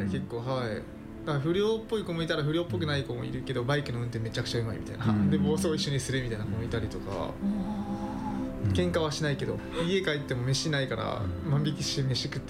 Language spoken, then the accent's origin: Japanese; Nagoya, Aichi, Japan; はい、その地元の名古屋の地下格闘技があって、それに出場してたんですよ。